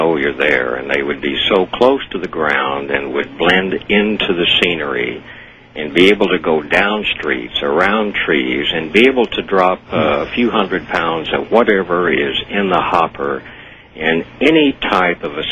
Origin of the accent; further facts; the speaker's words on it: Arkansas, United States; now in Hawaii, United States; where I was raised in Arkansas